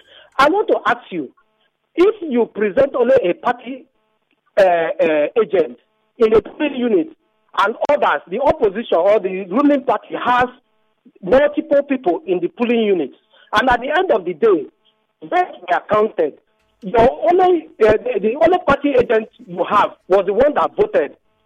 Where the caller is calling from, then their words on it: Bori, Rivers, Nigeria; I'm calling from Bori in Gokana Local Government.